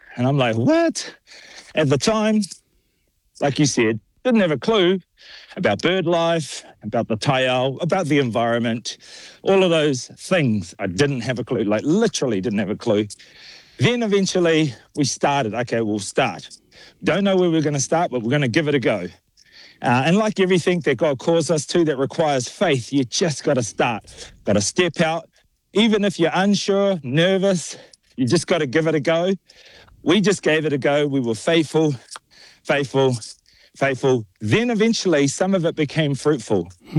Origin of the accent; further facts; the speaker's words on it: Auckland, New Zealand; Growing up in Auckland City, you're more susceptible to the city life and the hustle and bustle, the dark alleyways, the streets. And that was our upbringing.